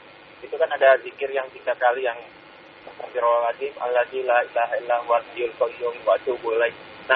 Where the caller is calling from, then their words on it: Jakarta, Indonesia; Ya, izin saya dari Jakarta.